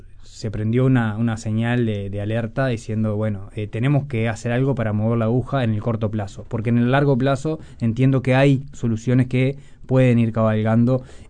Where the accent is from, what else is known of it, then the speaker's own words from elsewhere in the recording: Salto, Uruguay; now in Costa de Oro, Canelones, Uruguay; Yo soy de Salto y ahora vivo en la costa canaria, por lo tanto considero que vivo afuera de Montevideo, si bien prácticamente 3-4 días por semana vengo a Montevideo.